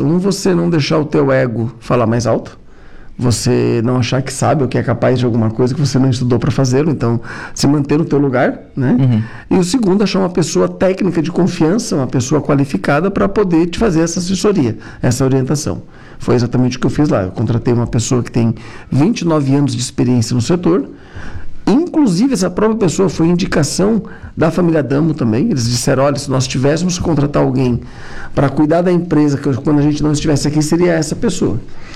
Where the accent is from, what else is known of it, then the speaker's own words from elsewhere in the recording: Florianópolis, Santa Catarina, Brazil; Isso me chocou bastante, porque eu venho de uma cidade, eu venho de Florianópolis, é uma cidade que tem como foco principal o turismo, então ela tem uma visão diferente.